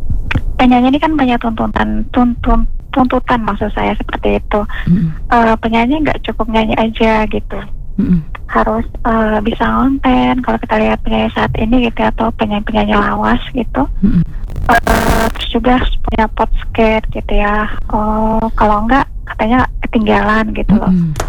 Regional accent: Maluku, Indonesia; Saya dari Maluku Tengah, tempatnya di Pulau Seram.

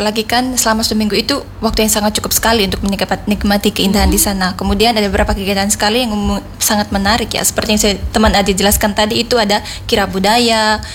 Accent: Manggarai, East Nusa Tenggara, Indonesia; Saya berasal dari Manggarai dan saya sekarang mahasiswa ilmu politik di semester 6.

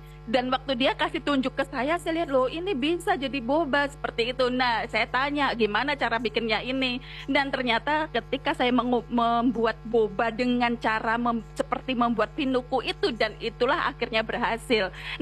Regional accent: Yogyakarta, Special Region of Yogyakarta, Indonesia; moved away as an adult; now in Jayapura, Indonesia; karena saya lahir besar di Jogja, lalu lulus kuliah, langsung merantau ke Papua, jadi saya sudah 15 tahun ini di Jayapura.

